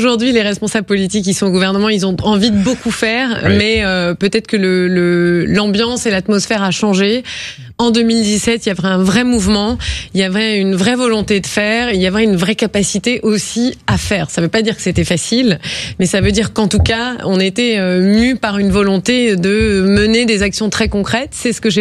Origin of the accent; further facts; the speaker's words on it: Provence-Alpes-Côte d'Azur, France; also born or lived in United States; là où j'ai grandi, en France, en réalité, dans une zone rurale, le Vaucluse.